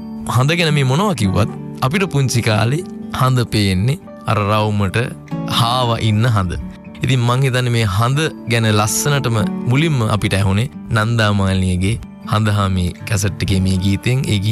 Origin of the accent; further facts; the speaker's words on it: Colombo, Western Province, Sri Lanka; මම 1988 ජූලි 7 වෙනිදා ඉපදෙන්නේ කොළඹදී. ප්‍රාථමික අධ්‍යාපනය තලංගමුතුර කොස්සත්ත MDA ජයවර්ධන මහාවිද්‍යාලයේ. මම ශිෂ්‍යත්වයේ සමත් වෙලා කොළඹ රාජකීය විද්‍යාලයට යනවා.